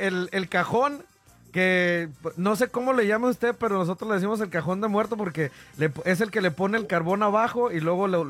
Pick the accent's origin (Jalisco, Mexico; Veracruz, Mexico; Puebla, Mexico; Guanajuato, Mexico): Guanajuato, Mexico; León; now in Phoenix, United States; Yo soy de León, Guanajuato, y allá no tuvimos la oportunidad de ir, pero aquí en Phoenix, Arizona, tuvimos la oportunidad de ir.